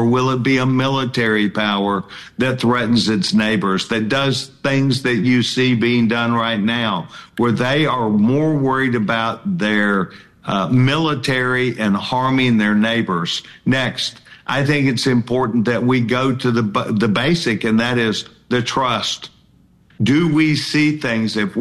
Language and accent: English; Texas, United States; I am proud, not just as a Texan, but as an American